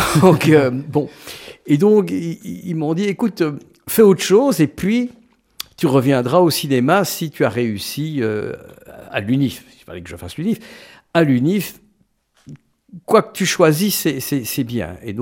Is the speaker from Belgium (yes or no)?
yes; Schaerbeek, Brussels-Capital Region, Belgium; Je suis né à Schaarbeek. Et donc, j'ai passé à peu près les 15 premières années de ma vie dans cette commune, très pittoresque, en tout cas dans mon souvenir, de l'agglomération bruxelloise.